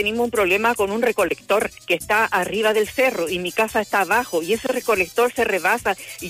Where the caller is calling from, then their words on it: Copiapó, Atacama, Chile; Estoy llamando de Copiapó, de la población Barrio Nuevo.